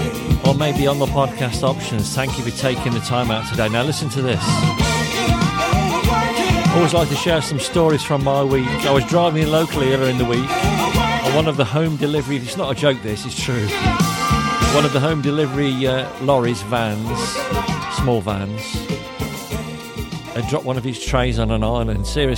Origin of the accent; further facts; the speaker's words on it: United Kingdom; And being British, you slow down, don't you, to have a look what was in the tray.